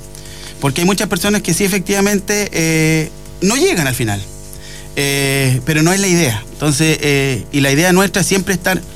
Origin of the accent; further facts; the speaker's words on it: Catapilco, Valparaíso, Chile; fui funcionario municipal, fui concejal por dos periodos en la comuna vecina de Zapallar, soy oriundo de Acatapilco